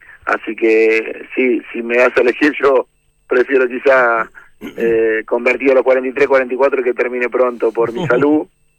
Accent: Argentina; es algo que tenemos nosotros como argentinos

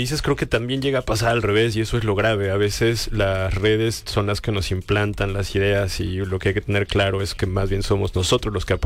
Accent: Mexico City, Mexico; now in Los Cabos, Mexico; vivimos en un lugar donde yo vengo de la Ciudad de México, entonces pues nada que ver con la ciudad

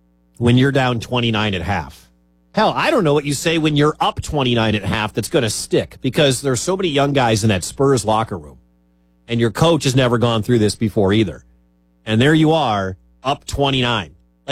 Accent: Detroit, Michigan, United States; I was born in Detroit. I was grown up to hate the New York Knicks.

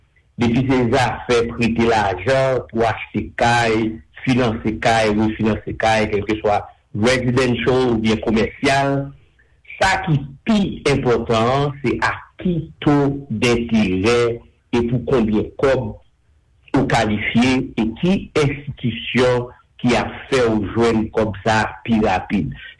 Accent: Haiti; on est haïtien

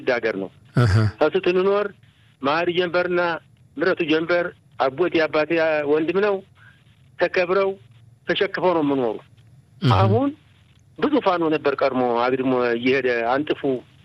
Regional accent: Adet, Amhara, Ethiopia; now in Israel; የዳባት አውራጃ። አዎ እሱ እኛ ተወልደን አድገን ተደረን ተኩለን ነው ወደ እስራኤል ሀገር መንገድ የጀመርነ።

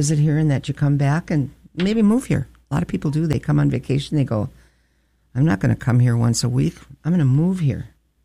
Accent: Alexandria, Minnesota, United States; if you're visiting here in my hometown

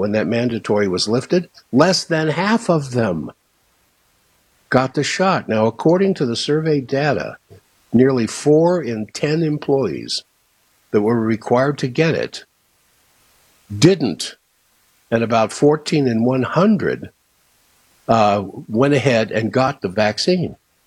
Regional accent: Washington, District of Columbia, United States; I grew up in Washington, D.C., followed my friends out west to go to school, out of high school, and discovered the West

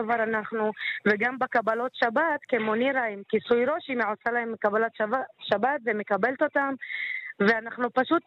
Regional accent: Tel Aviv-Yafo, Tel Aviv District, Israel; נכון, אני מיפו.

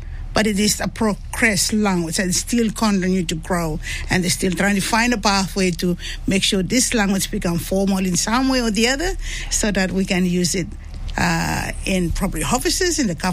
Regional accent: Mafilau, Vanuatu; And I was born and raised in Vanuatu, in a little village called Mafilau, and the highlands called Hepi.

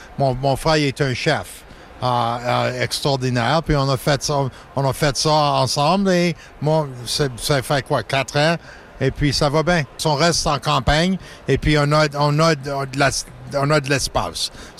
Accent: Fenwick, Ontario, Canada; On vient de Fenwick, Ontario, près de Chute-Niagara.

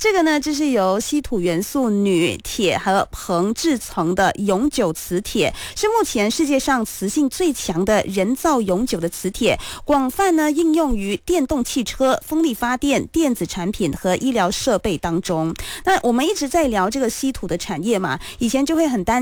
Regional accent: Malaysia; 我们身为马来西亚人呢

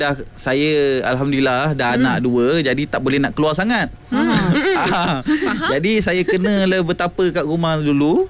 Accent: Ayer Molek, Malacca, Malaysia; Saya berasal di Melaka juga. Di Ain Molek, Kelintang.

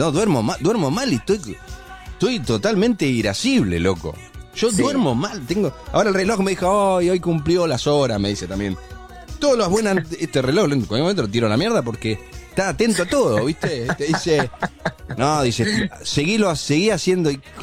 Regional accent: Argentina; vos como argentino te adelantás a todo, somos supervivientes.

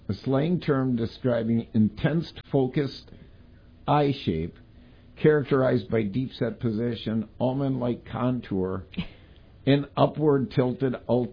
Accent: Clintonville, Wisconsin, United States; the golf course where I grew up in Clintonville

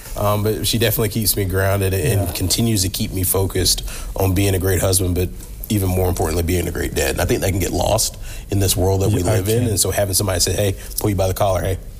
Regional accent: South Carolina, United States; also born or lived in Texas; now in Toledo, United States; I grew up in South Carolina. I spent 7.5 years in Texas.

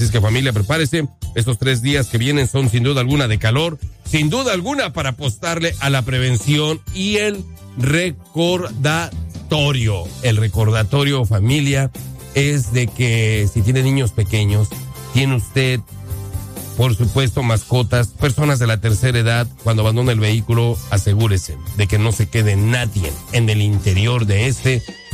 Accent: Mexico; junto con nosotros como mexicanos, celebramos nuestra independencia.

